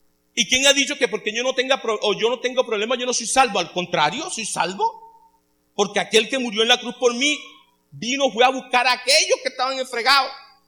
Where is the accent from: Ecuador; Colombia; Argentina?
Colombia; Caribbean coast; moved away; Para mí como costeño, como hombre de Colombia que nunca ha trabajado aquí y que ahora me quieran nuevamente llevar lejos, es doloroso, es arrancarme de mi costa.